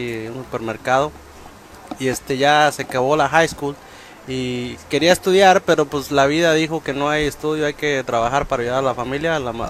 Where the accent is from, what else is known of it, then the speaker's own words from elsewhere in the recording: Nayarit, Mexico; born there; yo nací en Nayarit, en un rancho que no aparece.